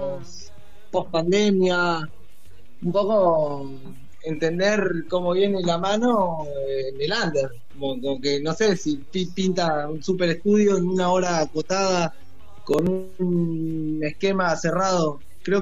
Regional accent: Los Toldos, Buenos Aires Province, Argentina; now in La Plata, Argentina; somos platense, toldense, estamos ahí.

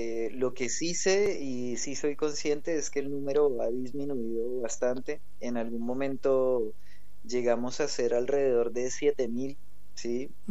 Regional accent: Colombia; now in La Plata, Argentina; todos estos son colectivos de gente, de colombianos

